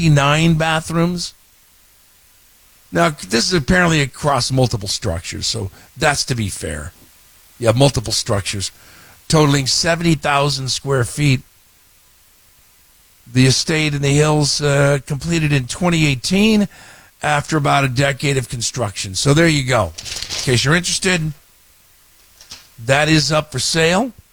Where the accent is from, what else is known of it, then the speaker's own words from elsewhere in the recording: West Coast, United States; I'm a West Coast guy